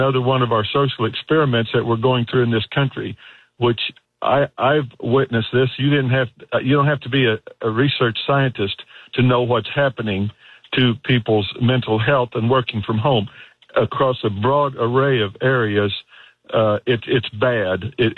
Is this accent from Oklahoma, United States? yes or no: yes; Bartlesville, Oklahoma, United States; we've got the only skyscraper that Frank Lloyd Wright built right up here in Bartlesville, which is my hometown, best damn town in the country.